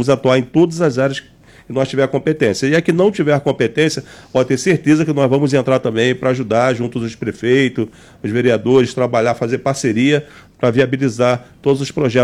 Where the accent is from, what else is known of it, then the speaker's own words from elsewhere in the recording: Brazil; eu sou brasileiro